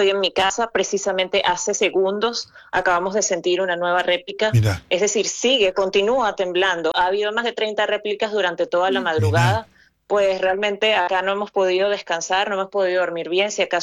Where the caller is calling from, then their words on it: Caracas, Miranda, Venezuela; yo estoy ubicada en la zona más periférica, eso sería El Hatillo, que es uno de los municipios. Sí, yo estoy justamente en El Hatillo